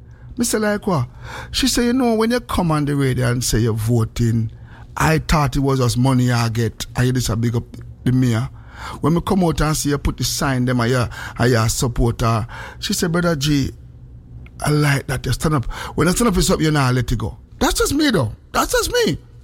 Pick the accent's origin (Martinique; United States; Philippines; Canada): Philippines; I am from the Philippines, sir.